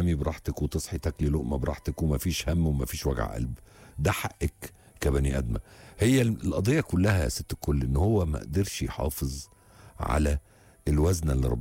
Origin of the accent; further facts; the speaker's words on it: Upper Egypt, Egypt; احنا صعيدة، ما انا راجل صعيدي